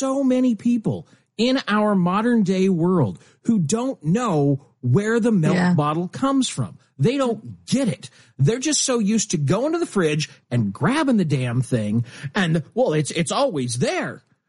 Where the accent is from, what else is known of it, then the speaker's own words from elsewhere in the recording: Nebraska, United States; And my dad, you know, we're from Nebraska.